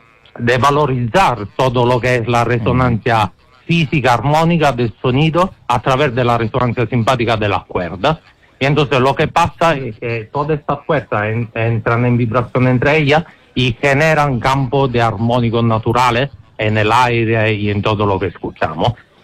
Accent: Italy; Spanish is a second language; Pues se entiende que soy italiano, ¿no?

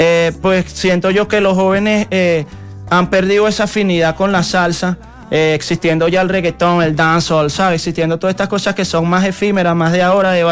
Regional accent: Venezuela; en Venezuela no solamente somos buenos para la música comercial y bailable

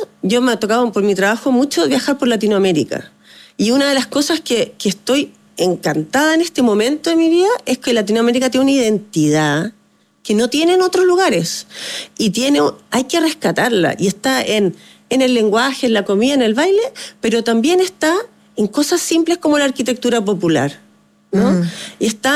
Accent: Chile; que podamos como chilenos romper un poco con eso.

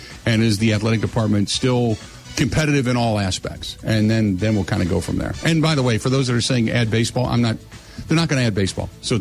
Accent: Ohio, United States; moved away; So when I grew up in Ohio, you're on the back end of Eastern time zone.

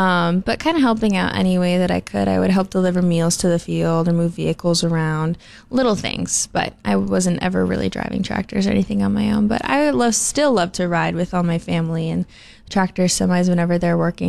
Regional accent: Hope, North Dakota, United States; I'm from Hope, North Dakota.

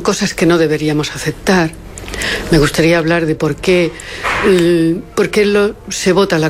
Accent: Spain; hablar de cómo somos los españoles hoy

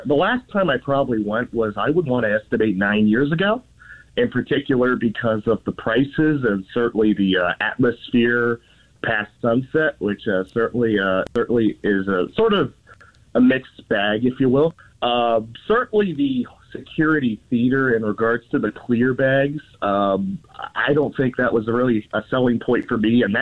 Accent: United States; I'm a Hispanic, but I certainly don't look, you know, like your stereotypical. I'm not even Mexican originally. I'm American. I have generations of Americans.

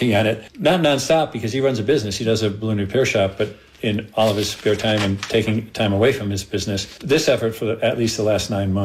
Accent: Connecticut, United States; I came out here from Connecticut, and it was a whole new world for me

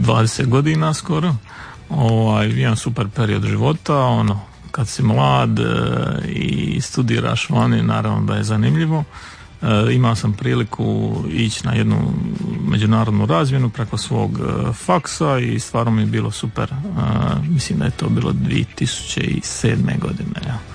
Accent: Dalmatia, Croatia; kod nas u Dalmaciji

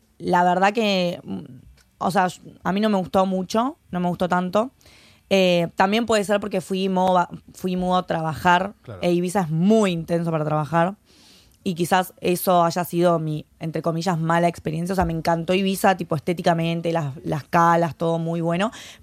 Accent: La Plata, Buenos Aires Province, Argentina; moved away as an adult; now in Madrid, Spain; Yo soy de Buenos Aires, ¿vale? Precisamente de La Plata, que es la capital de Buenos Aires. Pero bueno, es muy cerquita, así que una especie de porteña soy.

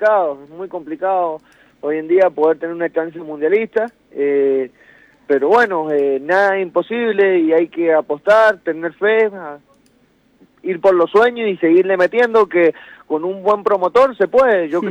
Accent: Medrano, Mendoza, Argentina; yo soy de Medrano

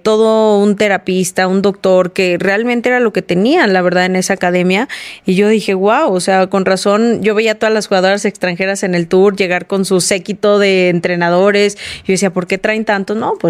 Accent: San Luis Potosí, Mexico; yo soy originaria de San Luis Potosí y me tocó verlo entrenar ahí en la loma a Phelps

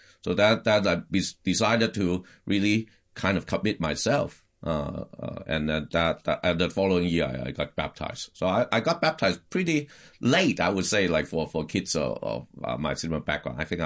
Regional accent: Hong Kong; So I was born and raised in Hong Kong, back then it was Chinese, what they call special administrative region, but back then it was a British colony.

